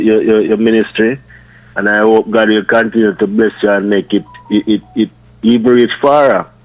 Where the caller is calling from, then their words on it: Portmore, Saint Catherine, Jamaica; I'm calling from Portmore in St. Catherine.